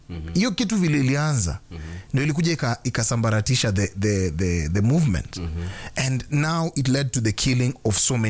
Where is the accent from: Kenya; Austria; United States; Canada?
Kenya; I'm a Kenyan.